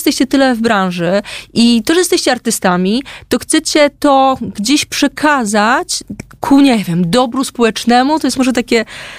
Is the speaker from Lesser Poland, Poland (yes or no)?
no; Lublin Voivodeship, Poland; Albo cebularz, ja jestem z Lubelszczyzny, cebularz.